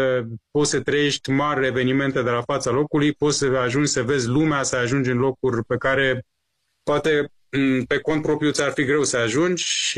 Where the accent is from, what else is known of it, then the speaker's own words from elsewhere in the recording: Iran; first language Persian; Romanian is a second language; știu limba persană, limba mea maternă